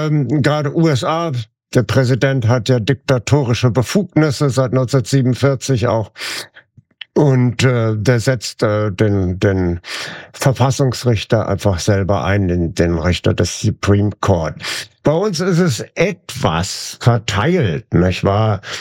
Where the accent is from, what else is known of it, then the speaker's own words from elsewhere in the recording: Flensburg, Schleswig-Holstein, Germany; sein Wohnort ist ja Flensburg, meine Heimatstadt, welch eine Schande.